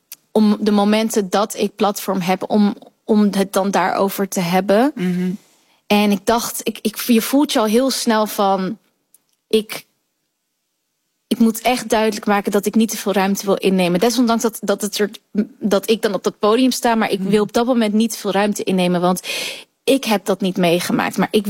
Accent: Netherlands; born there; Ik ben in Nederland geboren, mijn ouders zijn gevlucht. Ik ben een diaspora.

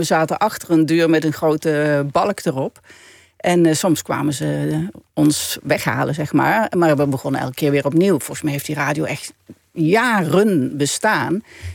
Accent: Simpelveld, Limburg, Netherlands; moved away; Ik zag de Keverbergen, dat is waar ik opgegroeid ben. Dat, zo heette die hoeve. Ik zag Simpelveld

